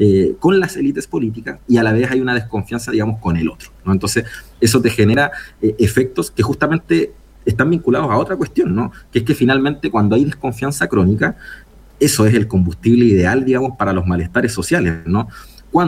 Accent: Chile; ¿Somos locos los chilenos?

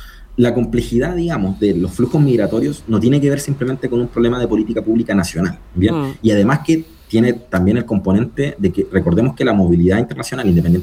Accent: Chile

